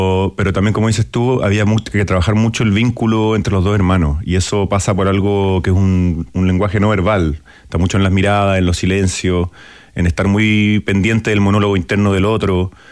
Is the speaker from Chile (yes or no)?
yes; Chile; accent: Chilean; yo no podía tener acento chileno.